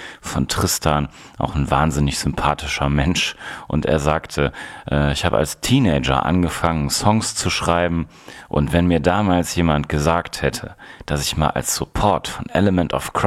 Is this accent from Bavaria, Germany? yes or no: no; Wuppertal, North Rhine-Westphalia, Germany; in einem unglaublichen Gebäude in meiner Heimatstadt, in der historischen Stadthalle Wuppertal